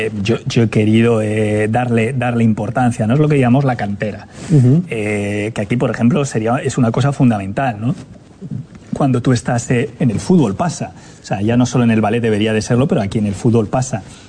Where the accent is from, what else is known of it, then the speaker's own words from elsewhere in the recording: Bilbao, Basque Country, Spain; now in Montevideo, Uruguay; lo de Bilbao, como te he dicho, yo cuando me presento siempre los de Bilbao decimos, somos de Bilbao. Bien. Es una pequeña ciudad que está rodeada por las montañas, se le llama el Bocho